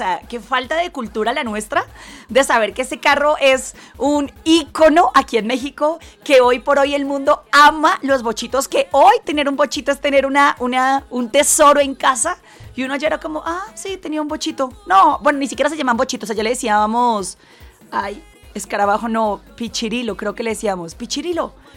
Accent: Barranquilla, Atlántico, Colombia; born there; Sofía Vergara, por cierto, es de Barranquilla, de donde es … de donde soy yo. Las tres nacimos en la misma ciudad. Yo ni la conozco, pero ahí nací.

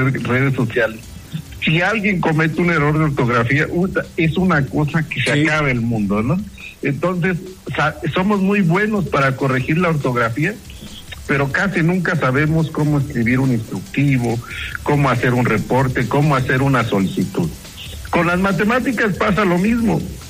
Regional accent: Mexico; como mexicanos y como mexicanos todos

